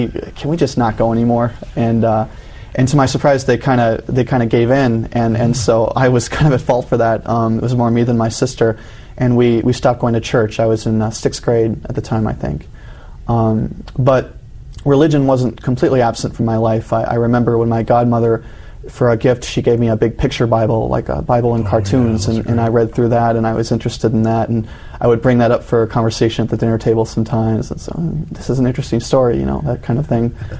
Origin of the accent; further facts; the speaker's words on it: Minnesota, United States; also born or lived in Michigan; when I was about five, we were living in the upper peninsula of Michigan, and we moved to Minnesota.